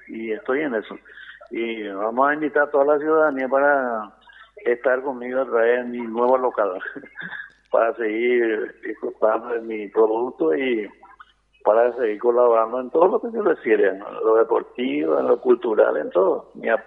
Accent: Asunción, Paraguay; born there; also born or lived in Itá; yo nací en Asunción, pero le tengo como mi pueblo, mi segunda casa a la ciudad de Itá.

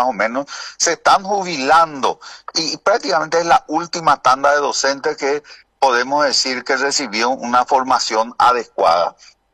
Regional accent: Carapeguá, Paraguarí, Paraguay; mi valle carapegüeño

